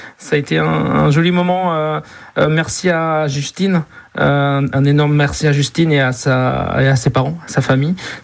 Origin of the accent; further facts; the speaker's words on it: Rennes, Brittany, France; born there; now in Manche, France; Moi, je suis né en Ille-et-Vilaine, à Rennes, et là, j'habite dans la Manche.